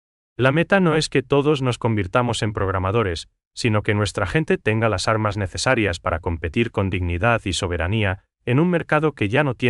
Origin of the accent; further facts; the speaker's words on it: Paraguay; la calidez que nos caracteriza como paraguayos